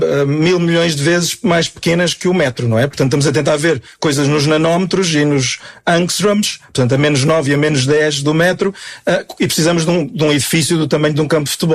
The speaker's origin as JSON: {"language": "Portuguese", "country": "Portugal", "said": "Sim, ainda sou português."}